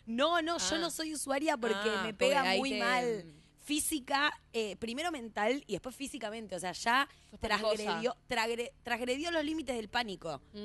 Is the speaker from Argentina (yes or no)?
yes; Argentina; Y como yo soy argentina, brinqué lo más fuerte posible.